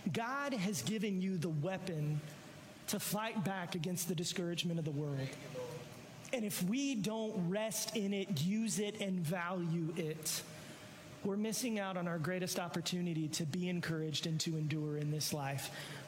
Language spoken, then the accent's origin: English; North Carolina, United States; I'm from North Carolina.